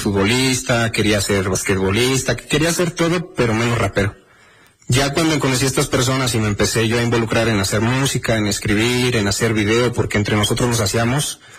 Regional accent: Libres, Puebla, Mexico; Yo en lo personal, como crecí en Libres, me gusta el clima de acá, yo no aguanto ni mucho calor ni tantísimo frío.

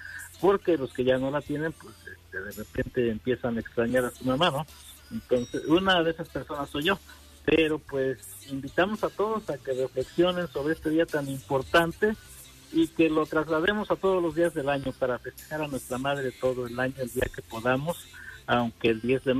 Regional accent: Mexico

